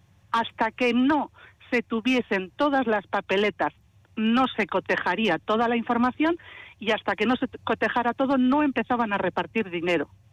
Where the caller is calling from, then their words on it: Getxo, Basque Country, Spain; yo vivo en Algorta, entonces sí que es cierto que no tengo contacto con la gente del pueblo de aquí, de Igorre.